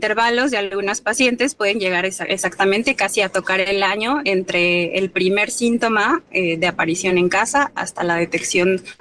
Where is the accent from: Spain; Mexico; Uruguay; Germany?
Mexico; como país latinoamericano, como mexicanos